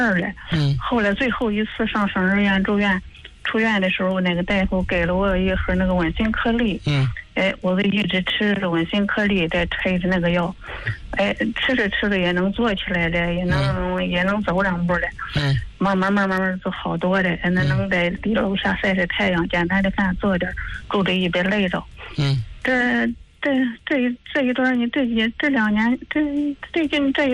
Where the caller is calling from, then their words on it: Shijiazhuang, Hebei, China; 我是石家庄的。